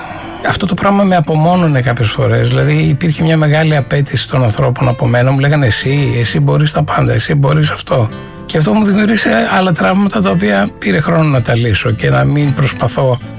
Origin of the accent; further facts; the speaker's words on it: Thessaloniki, Central Macedonia, Greece; also born or lived in Bitola, North Macedonia; Θυμάμαι πάρα πολύ έντονα στην Θεσσαλονίκη, εκεί που μεγάλωσα, Αριστοτέλους και Τσιμισκή